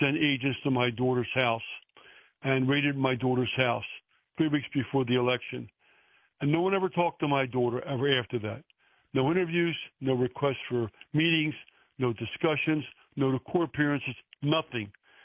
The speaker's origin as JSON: {"language": "English", "region": "Delaware", "country": "United States", "tie": "born or raised there", "said": "Joe Biden actually grew up in the town next to me in Claymont, Delaware. I grew up in Missouk."}